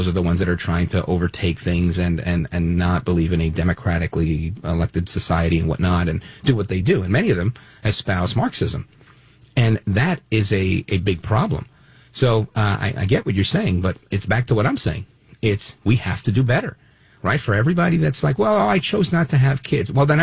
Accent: Brooklyn, New York, United States; Number one, I grew up in Brooklyn, New York, with a lot of Jewish people, but there were also a lot of Muslims, a lot of Haitians, a lot of people of many different faiths and many backgrounds.

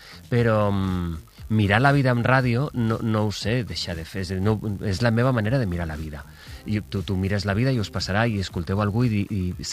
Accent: Valencia, Valencian Community, Spain; moved away as an adult; now in Barcelona, Spain; Soc de València, quan vaig venir a Barcelona a estudiar el primer any de carrera a l'Autònoma

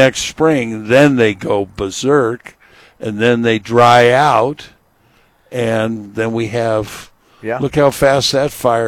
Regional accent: Bishop, California, United States; When I was growing up in Bishop, where we were in the mountains

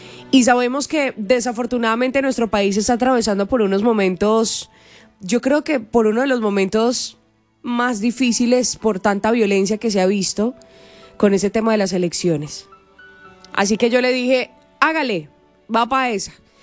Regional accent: Colombia; somos hermanos, somos vecinos, somos familias, somos colombianos.

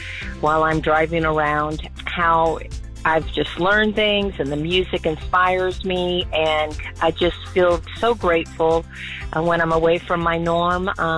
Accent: Austin, Texas, United States; I'm from Austin, but I have my first grandbaby that was born in February, and I've been in town helping out

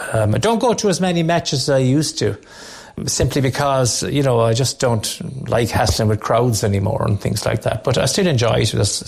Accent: Ireland; I just reflect back on my time growing up in Ballinacallie. We used to play hurling on the road, the Inniskilleaset Road

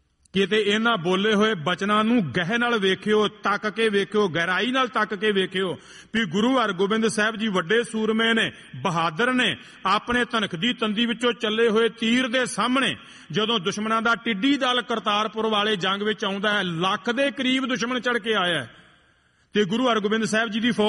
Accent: Punjab, India; moved away; ਅਸੀਂ ਉਸ ਇਲਾਕੇ ਦੇ ਹਾਂ ਜਿਨ੍ਹਾਂ ਇਲਾਕਿਆਂ ਵਾਸਤੇ ਤੁਹਾਡੇ ਕੰਨੀ ਇਹ ਕਹਾਵਤਾਂ ਪਈਆਂ ਨੇ ਵੀ 20-20 ਸਾਲ ਉਹਨਾਂ ਪਿੰਡਾਂ ਚੋਂ ਬਰਾਤਾਂ ਨਹੀਂ ਚੜੀਆਂ

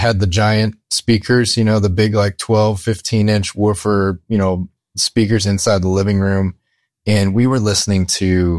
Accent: Ann Arbor, Michigan, United States; Well, I've spent the first 11 years in Ann Arbor, Michigan, so just down the street from the university.

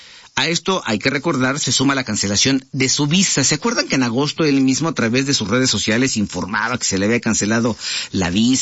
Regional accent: Mexico; born there; No, yo no nací en los Estados Unidos. Producto nacional

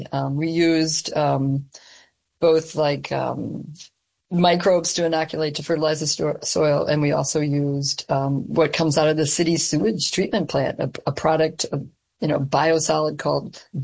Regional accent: Elgin, Illinois, United States; I was born and raised in Elgin, Illinois, which is a Rust Belt town just on the margins of Chicago.

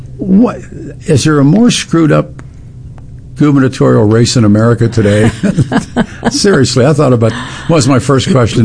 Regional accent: Missouri, United States; I'm from Missouri.

